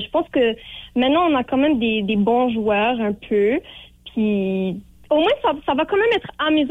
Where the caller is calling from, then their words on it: Montreal, Quebec, Canada; Moi, j'appelle de Montréal.